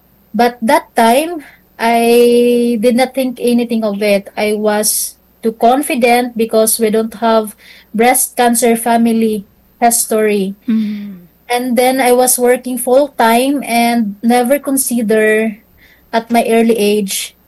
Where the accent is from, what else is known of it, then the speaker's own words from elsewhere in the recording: Mindanao, Philippines; moved away as an adult; now in Manila, Philippines; I came from Mindanao po. Pumunta lang ako dito sa Maynila for medication